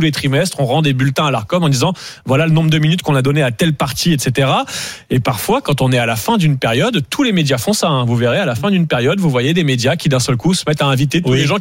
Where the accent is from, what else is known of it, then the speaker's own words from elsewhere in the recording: France; En France, on a en effet. On est français, on est comme ça.